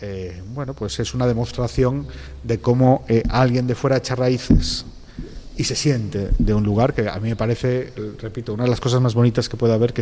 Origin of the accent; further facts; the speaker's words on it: Cantabria, Spain; Soy yo cántabro y no me atrevo a hacerla.